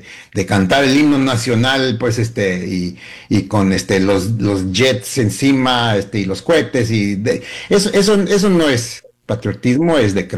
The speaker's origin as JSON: {"language": "Spanish", "country": "United States", "tie": "born there", "said": "ser hijo de esta nación, porque yo nací acá, hijo y nieto de migrantes"}